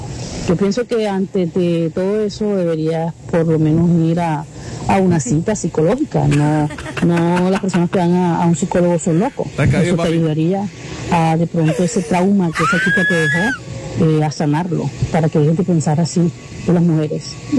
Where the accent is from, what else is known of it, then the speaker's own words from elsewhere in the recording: Canada; Buenas noches, Tropicana. … soy de Canadá.